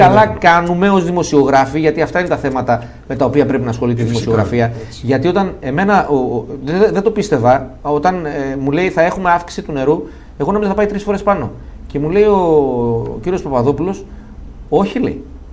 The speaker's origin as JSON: {"language": "Greek", "country": "Greece", "said": "εγώ που είμαι Έλληνας."}